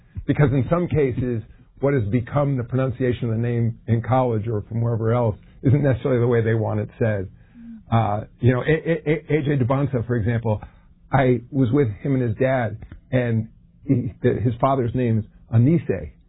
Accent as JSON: {"language": "English", "region": "New York", "country": "United States", "said": "Yeah, I'll say, really answering it as a New Yorker"}